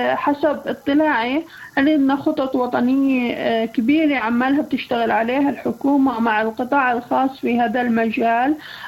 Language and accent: Arabic; Palestine; اعتراف دولي بكفائتنا كفلسطينيين